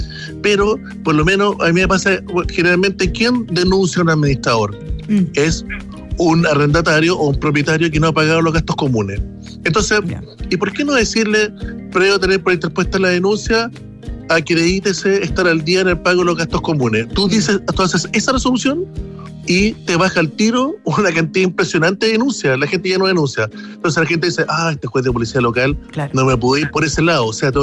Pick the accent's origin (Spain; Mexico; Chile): Chile; Claro, como buen chileno.